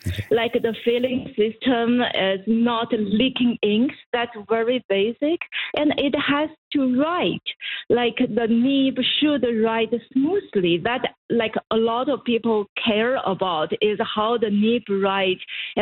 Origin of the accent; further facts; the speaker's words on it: China; moved away; I grew up in China